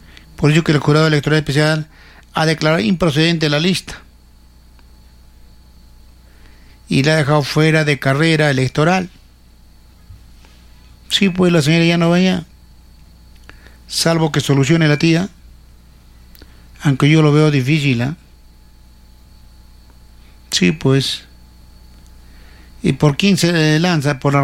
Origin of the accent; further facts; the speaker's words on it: Cerro Colorado, Arequipa, Peru; yo que soy de Cerro Colorado